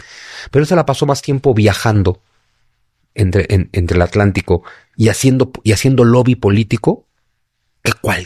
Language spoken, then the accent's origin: Spanish; Mexico; en México hasta el día de hoy nuestra forma de hablar español está llena de náhuatlismos. O sea, a mí me encanta cuando voy a España